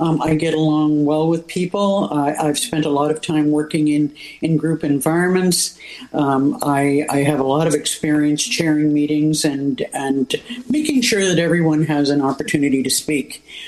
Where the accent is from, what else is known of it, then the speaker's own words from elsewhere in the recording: Burlington, Ontario, Canada; moved away as an adult; also born or lived in Northwest Territories; now in Algonquin Highlands, Canada; Well, I grew up in Burlington, Ontario, but my husband was from Haliburton County. We did go and spend a number of years in the Northwest Territories